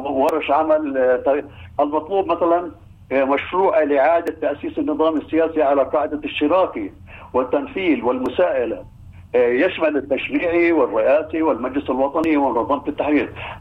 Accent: Palestine; نحن كفلسطينيين

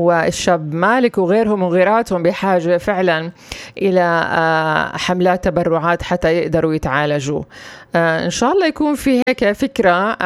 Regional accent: Palestine; بالنسبة لنا كفلسطينيين.

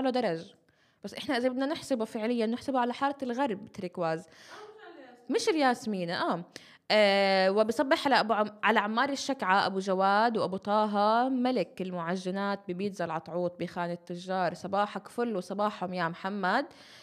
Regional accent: Nablus, Nablus Governorate, Palestine

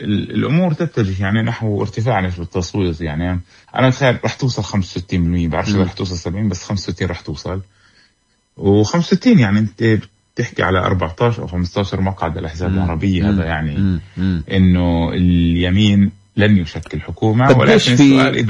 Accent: Palestine; علينا كلنا كفلسطينيين

